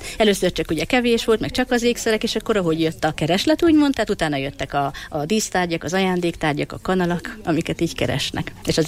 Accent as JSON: {"language": "Hungarian", "region": "Budapest", "country": "Hungary", "lives_now": "Cserépfalu, Hungary", "said": "hát én pesti vagyok eredetileg, úgyhogy nagy változás volt ahhoz képest."}